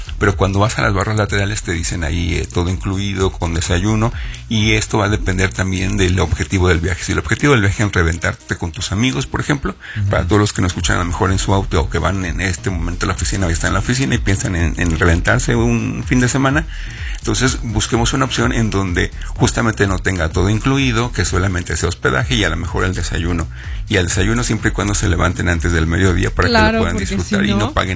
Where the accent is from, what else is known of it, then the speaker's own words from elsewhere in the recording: Mexico; somos estos mexicanos que hasta 7 de cada 10 lo hacemos de último momento